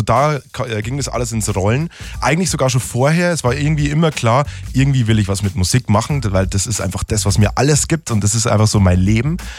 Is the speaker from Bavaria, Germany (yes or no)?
yes; Mitterteich, Bavaria, Germany; also born or lived in Tirschenreuth; Naja, ich glaube gebürtig in Tirschenreuth, aber aufgewachsen natürlich in Mitterteich, genau. Und nicht mein ganzes Leben lang in Mitterteich gewesen, aber wieder da gelandet.